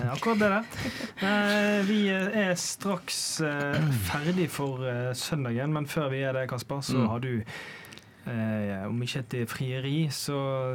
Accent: Bergen, Vestland, Norway; Jeg er fra Bergen, så jeg vil jo heide på Brann.

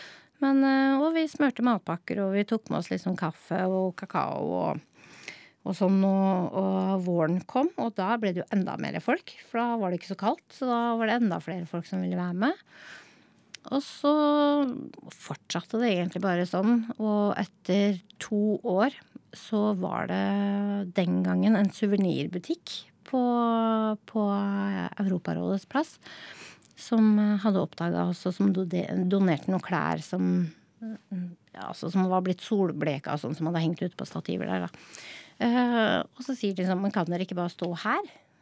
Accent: Nittedal, Akershus, Norway; Det startet med at jeg er fra Nittedal og har mistet en del venner og klassekamerater og sånn opp igjennom

